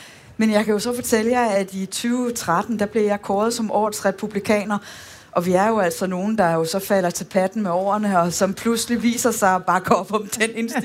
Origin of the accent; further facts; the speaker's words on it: Risskov, Central Denmark Region, Denmark; jeg er vokset op i Rigskov, lidt uden for Aarhus, Og for nylig så savnede jeg min hjemstavn